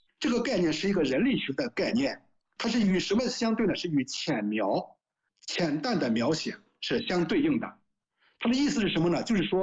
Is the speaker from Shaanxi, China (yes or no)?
no; Nanyang, Henan, China; moved away; 南阳有无数种表达方式，但是呢，我想写下属于我的故乡。故乡呢，也是生成了我啊，故乡的这样一种气候啊，它的地理的位置，它的文化啊，成就了我。